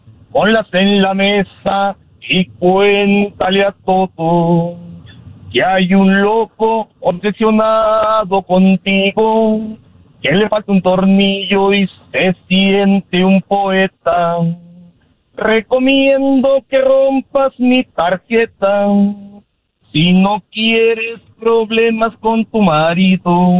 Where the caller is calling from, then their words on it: Oaxaca, Mexico; De Oaxaca, México.